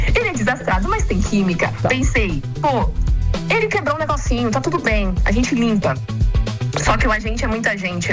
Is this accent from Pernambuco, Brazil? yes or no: no; São Paulo, Brazil